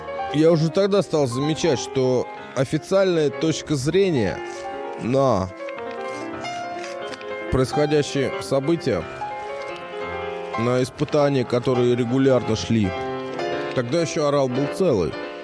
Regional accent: Kazakhstan; Мы казахи

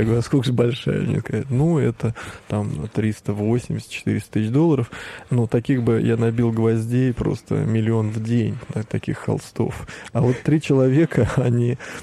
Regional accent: Ulyanovsk, Ulyanovsk Oblast, Russia; Я когда-то учился в училище на втором курсе и приехал в родной город. Я жил в Ульяновск

